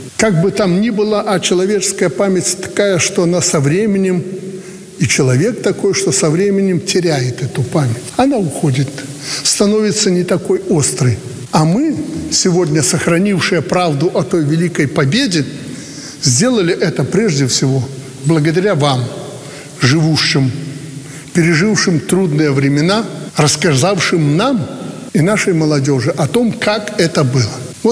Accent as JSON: {"language": "Russian", "country": "Belarus"}